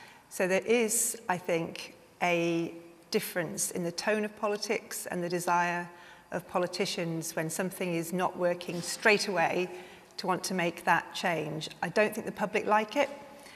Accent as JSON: {"language": "English", "town": "Darlington", "region": "North East England", "country": "United Kingdom", "tie": "born or raised there", "said": "I got elected to Parliament for my hometown in Darlington"}